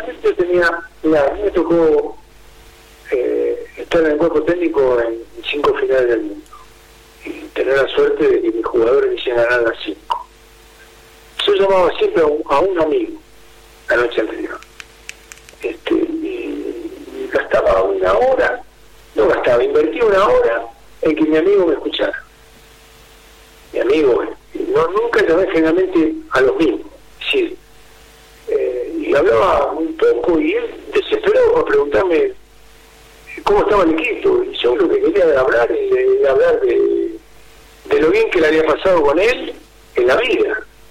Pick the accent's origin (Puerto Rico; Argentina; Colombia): Argentina; Yo soy argentino, soy argentino también. Lo que pasa es que me toca estar de este lado del mostrador.